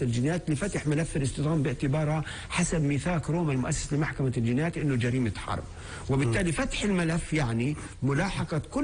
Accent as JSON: {"language": "Arabic", "country": "Palestine", "said": "بس مش ممكن نقدر عليه كفلسطينيين"}